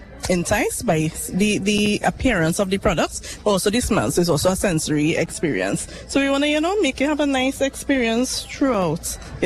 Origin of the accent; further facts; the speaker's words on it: Arima, Trinidad & Tobago; We're from Arima. So we're like, let's go to the South side and, you know, meet and greet some people